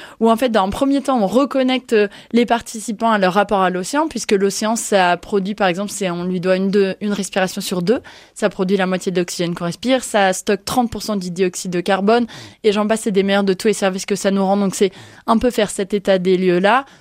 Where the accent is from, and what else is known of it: Tours, Centre-Val de Loire, France